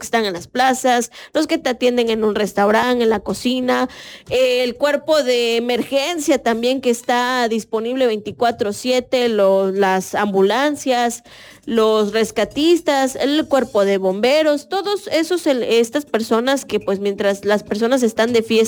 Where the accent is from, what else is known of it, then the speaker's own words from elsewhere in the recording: Mexico; nos caracteriza como mexicanos